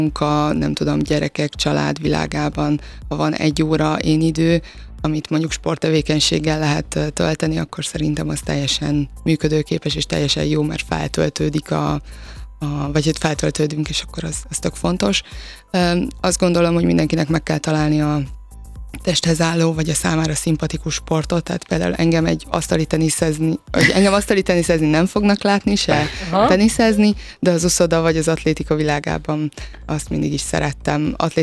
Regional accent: Herend, Veszprém County, Hungary; én minden érmemet Herenden, ahol felnőttem, ott mindig hazaviszem

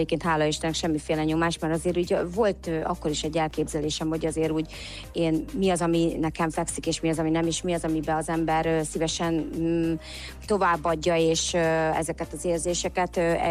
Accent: Szolnok, Jász-Nagykun-Szolnok, Hungary; én szolnoki vagyok

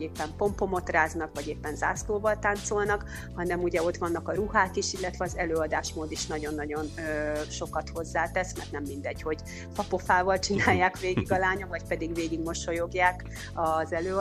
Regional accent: Barcs, Somogy, Hungary; now in Baranya County, Hungary; Én Barcson kezdtem, onnan származom, csak mivel elköltöztem otthonról

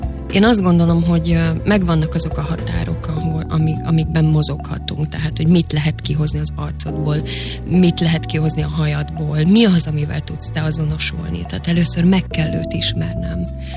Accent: Hungary; Negerbe éltünk, ott nevelkedtem, és ott, amikor felvettek a Szent István konziba, akkor bekerültem ide a pesti életbe

